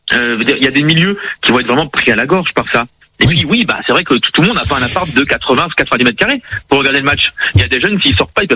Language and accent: French; Toulouse, Occitanie, France; Alors, pour le coup, en tant que Toulousain, hein